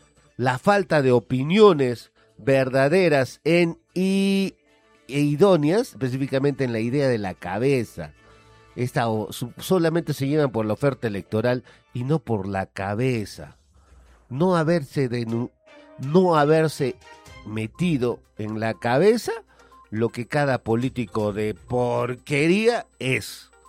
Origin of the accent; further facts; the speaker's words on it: Huancayo, Junín, Peru; mi pueblo, Huancayo, mi ciudad, mi gente del Tambo, la gente de Chilca.